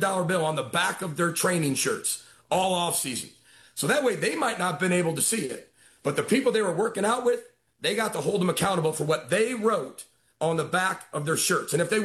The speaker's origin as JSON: {"language": "English", "region": "Midwest", "country": "United States", "tie": "born or raised there"}